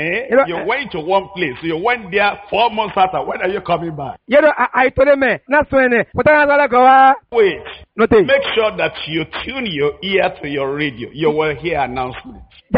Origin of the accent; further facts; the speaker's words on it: Nigeria; Because I came from Nigeria, Africa. To tell them in Russia that there is God.